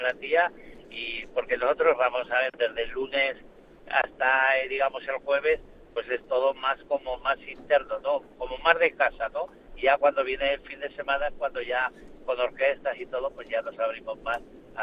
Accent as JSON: {"language": "Spanish", "town": "Peraltilla", "region": "Aragon", "country": "Spain", "said": "para los que somos de Peraltilla"}